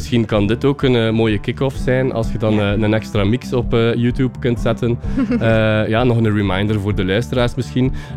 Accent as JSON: {"language": "Dutch", "town": "Ghent", "region": "Flanders", "country": "Belgium", "said": "Van luiheid hebben we allemaal wel een beetje kunnen genieten, denk ik, als echte Gentenaars."}